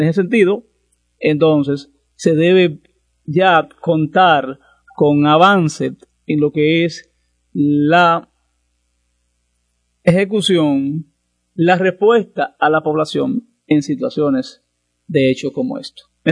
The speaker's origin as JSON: {"language": "Spanish", "town": "San Francisco de Macorís", "region": "Duarte", "country": "Dominican Republic", "tie": "born or raised there", "moved": "yes", "said": "allá en San Francisco de Macorís, en mi pueblo amado"}